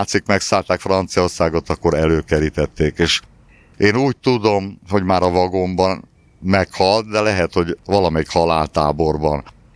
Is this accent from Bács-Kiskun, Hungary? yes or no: no; Csepel, Budapest, Hungary; mivel csepeli vagyok